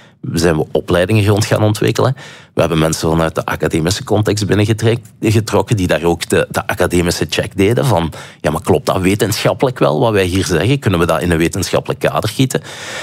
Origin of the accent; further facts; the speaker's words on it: Flanders, Belgium; Ik zeg, soy de Belgica.